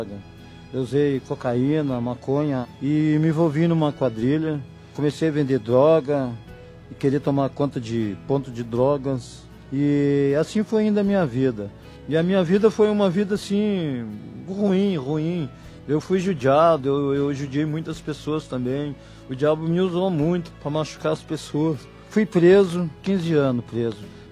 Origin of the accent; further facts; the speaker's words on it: Rio Grande do Sul, Brazil; Sou do Rio Grande do Sul.